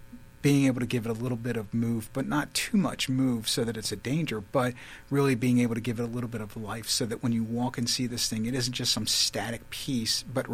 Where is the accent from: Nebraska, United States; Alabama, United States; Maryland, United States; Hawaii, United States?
Maryland, United States; now in Wisconsin, United States; No, Scott. I'm originally from Maryland. I moved up and down the East Coast. I moved here specifically for this job.